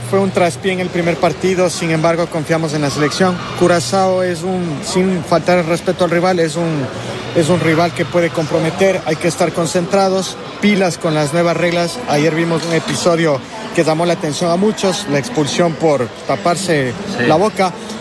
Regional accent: Quito, Pichincha, Ecuador; Desde Quito

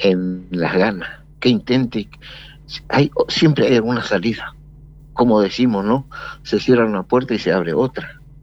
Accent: Corrientes, Argentina; now in Buenos Aires, Argentina; Nunca me fui de Corrientes. Nunca me fui. Buenos Aires me dio todo. Tenemos todo. Pero yo nunca pude cruzar el umbral.

